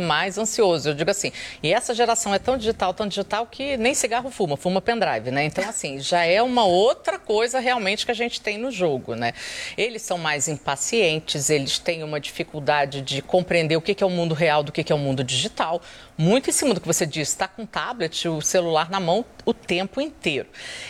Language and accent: Portuguese; Rio de Janeiro, Brazil; Eu sou do Rio, ela é de lá, subia morro para dar aula de inglês e creche de morro.